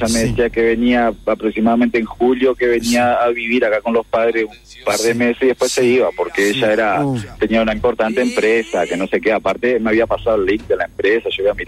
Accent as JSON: {"language": "Spanish", "region": "Salto", "country": "Uruguay", "said": "Soy salteño."}